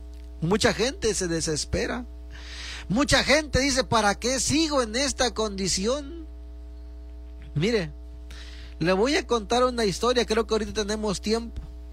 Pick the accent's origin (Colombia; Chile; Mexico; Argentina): Mexico; nosotros somos mexicanos, y uno sabe de dónde viene uno, ¿verdad? ¿De qué raíces?